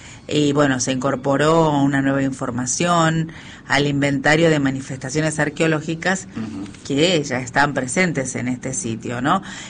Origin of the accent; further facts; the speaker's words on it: La Rioja, Argentina; nosotros los riojanos tenemos esta posibilidad